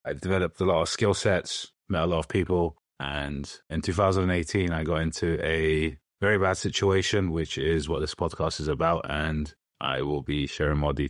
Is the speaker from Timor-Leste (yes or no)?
no; London, United Kingdom; Ethnically, I'm Turkish. I grew up in London.